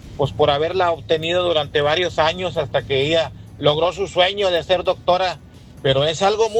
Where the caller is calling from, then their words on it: Reynosa, Tamaulipas, Mexico; Nosotros somos de Reynosa, Tamaulipas, orgullosamente.